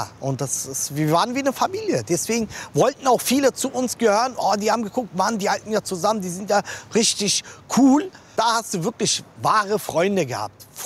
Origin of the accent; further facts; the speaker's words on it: Berlin, Germany; Ich bin hier aufgewachsen, in diesem Hof eigentlich. Und ja, wir haben da oben in der dritten Etage gewohnt, in der Zeit 1980.